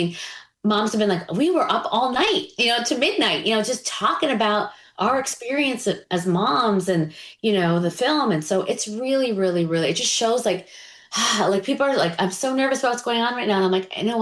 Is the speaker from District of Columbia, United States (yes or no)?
no; New York, United States; I think, look, I'm a New Yorker.